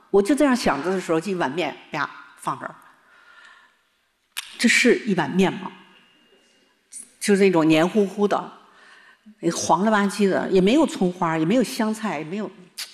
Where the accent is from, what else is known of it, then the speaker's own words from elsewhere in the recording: Harbin, Heilongjiang, China; moved away; 回到了我的家乡哈尔滨